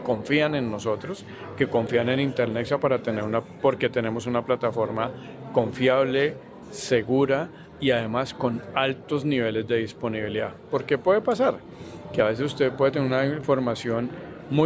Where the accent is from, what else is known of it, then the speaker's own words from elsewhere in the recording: Colombia; como ciudadanos, como colombianos